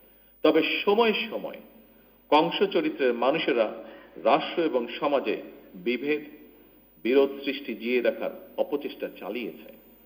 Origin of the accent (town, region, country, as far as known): Bangladesh